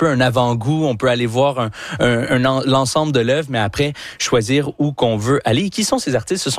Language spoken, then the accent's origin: French; Magog, Quebec, Canada; je suis natif de Magog, ici dans la région